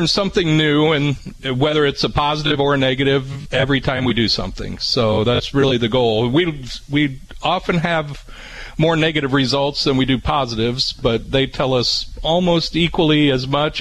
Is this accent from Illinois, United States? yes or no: yes; Dawson, Illinois, United States; From Springfield area. So, I grew up in Dawson, Mechanicsburg area.